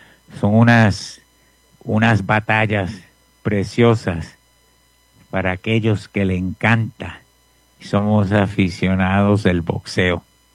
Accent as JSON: {"language": "Spanish", "country": "Puerto Rico", "said": "Denver, los mexicanos me vacilaban. Me decían, ¿dónde tú eres? ¿De Puerto Rico? Puerto Rico. Sí, ahí soy yo, de Puerto Rico."}